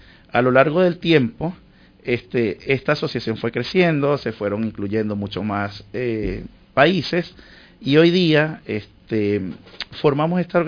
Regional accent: San Cristóbal, Táchira, Venezuela; desde San Cristóbal, estado Táchira, de donde yo soy

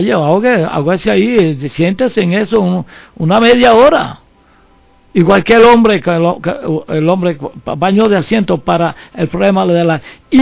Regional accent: Venezuela; born there; also born or lived in Monagas; yo lo digo de boca de jarro, yo nací en el Esequibo.

